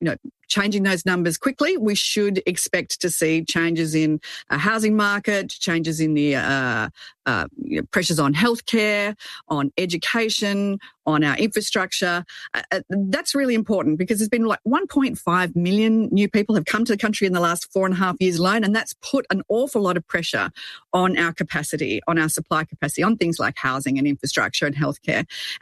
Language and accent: English; Melbourne, Victoria, Australia; my hometown of Melbourne